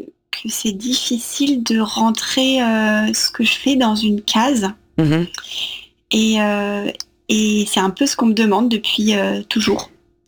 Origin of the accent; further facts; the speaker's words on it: Auvergne-Rhône-Alpes, France; moved away as an adult; now in Cluny, France; moi j'ai grandi dans la Drôme